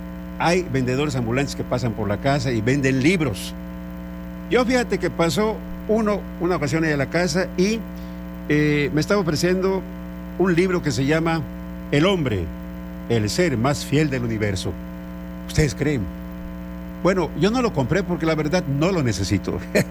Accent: Yucatán, Mexico; Porque yo soy yucateco, digo piña

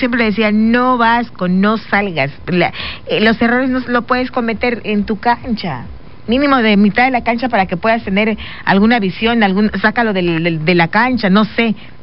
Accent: Mexico

